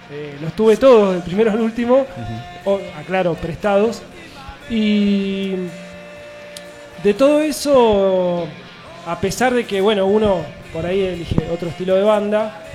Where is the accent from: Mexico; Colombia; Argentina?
Argentina; Buenos Aires; born there; now in Tandil, Argentina; yo nací en Capital.